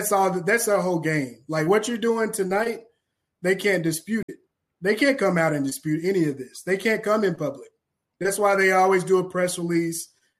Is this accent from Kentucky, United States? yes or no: yes; Kentucky, United States; I'm from Kentucky.